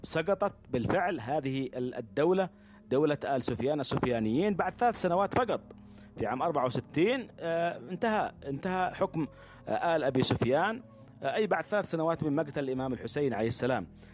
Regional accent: Yemen; نحن نرى في أنفسنا كيمنيين، اليمنيون الأحرار يرون في أنفسهم أنهم يمضون في ذات الطريق

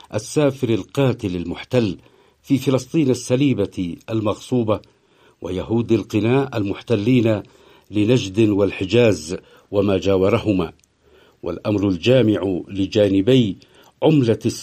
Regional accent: Yemen; واقع معركتنا المصيرية المتواصلة اليوم مع هؤلاء جعلنا كيمنيين وكمحور مجاهد مقاوم عموما على المحجة البيضاء ليلها كنهارها.

